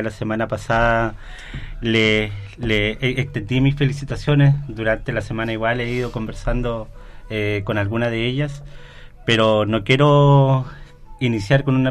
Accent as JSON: {"language": "Spanish", "town": "Tegualda", "region": "Los Lagos", "country": "Chile", "tie": "born there", "lives_now": "Purranque, Chile", "said": "yo soy de la zona, yo soy de Tegualda, ¿ya? Actualmente vivo en Purranque, así que en realidad para mí es un orgullo seguir trabajando y desarrollándome en la comuna que me vio nacer"}